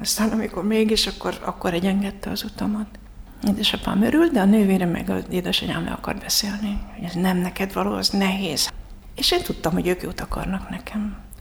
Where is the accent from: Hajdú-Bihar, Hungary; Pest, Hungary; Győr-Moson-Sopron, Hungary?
Hajdú-Bihar, Hungary; Debrecen; Hát én Debrecenben nőttem föl